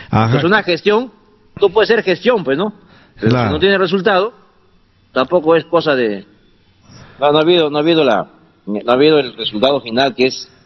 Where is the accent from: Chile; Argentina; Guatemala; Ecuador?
Ecuador; Cuenca, Azuay; Yo soy de acá, de Ucubamba, y siempre he visto calles horribles, ¿no? Antes la ciudad era más pequeña, ahora va creciendo, ¿no?